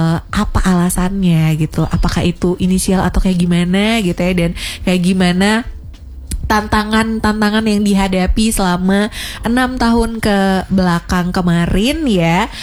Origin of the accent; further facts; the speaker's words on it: Gerung, West Nusa Tenggara, Indonesia; Soalnya aku anak Gerung dulu.